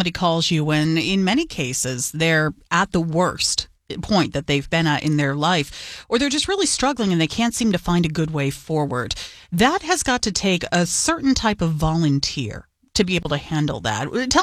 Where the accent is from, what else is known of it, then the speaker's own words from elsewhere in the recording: Massachusetts, United States; I mean, I'm from the South Coast, so I know that we're talking like New Bedford, Fall River, you know, getting over to Wareham and whatnot, not the Cape.